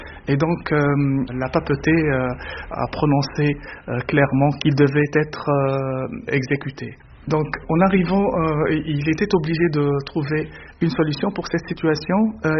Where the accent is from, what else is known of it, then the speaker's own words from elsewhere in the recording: Tunisia; moved away as an adult; now in Lille, France; je suis tunisien. Ça fait 3 ans que je me suis installé dans Lille.